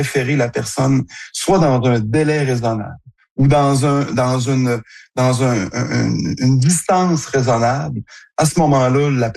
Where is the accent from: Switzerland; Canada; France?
Canada; Quebec; Moi, je suis originaire du Saguenay, j'ai pratiqué dans le Bas-Saint-Laurent, donc on est des régions éloignées.